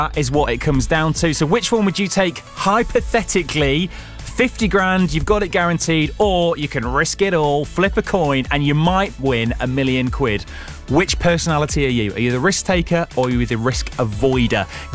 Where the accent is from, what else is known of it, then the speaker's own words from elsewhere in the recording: United Kingdom; as British people